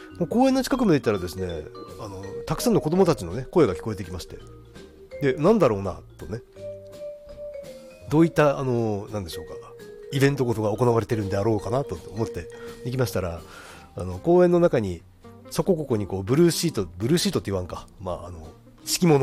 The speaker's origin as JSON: {"language": "Japanese", "town": "Kuriyama", "region": "Hokkaido", "country": "Japan", "tie": "born or raised there", "lives_now": "Otaru, Japan", "said": "私小学校は北海道夕張郡栗山町でしたから、"}